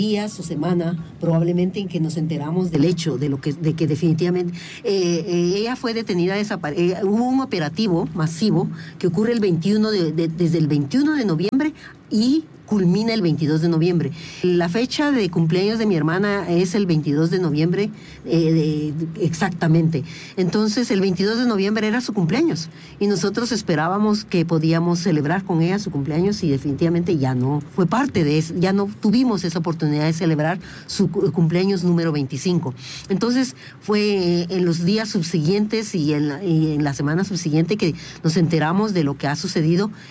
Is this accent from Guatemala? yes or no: yes; Guatemala; desde el momento en que somos ciudadanos guatemaltecos